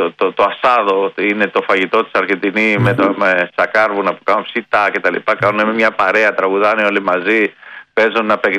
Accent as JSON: {"language": "Greek", "town": "Athens", "region": "Attica", "country": "Greece", "tie": "born there", "said": "Εγώ τουλάχιστον και που γεννήθηκα στην Αθήνα με τη Βραζιλία, εγώ αγαπάω πάρα πολύ στο Βραζιλιάνο"}